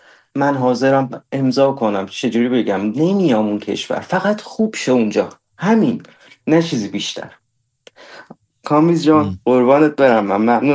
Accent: Iran; moved away; من به عنوان یک جوان ایرانی

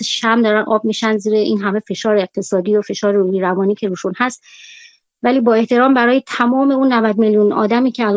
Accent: Iran; من به عنوان نه من به عنوان یه ایرانی اصلا روانشناس نیستم.

